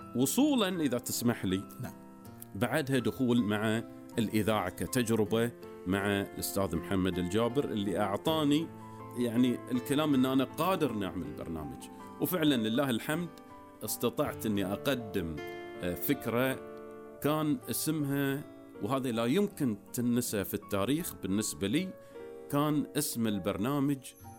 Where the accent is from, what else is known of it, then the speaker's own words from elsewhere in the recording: Bahrain; حبا من ابن البحرين لأهلنا في الكويت، أن احنا معاكم كبحرينيين، كخليجيين،